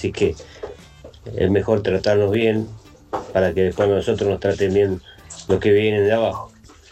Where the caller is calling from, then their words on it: Bella Vista, Buenos Aires Province, Argentina; de Bellavista